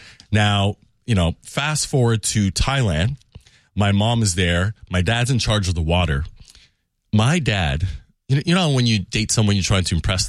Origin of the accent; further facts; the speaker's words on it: Canada; there is really no reason I should have been lucky enough to be born and raised in Canada, right?